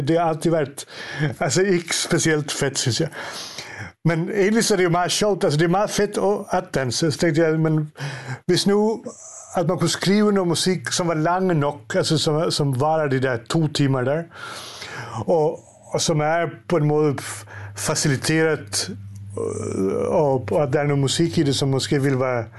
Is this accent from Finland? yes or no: yes; Finland; Jeg er vokset op i Finland selv i 80'erne og 90'erne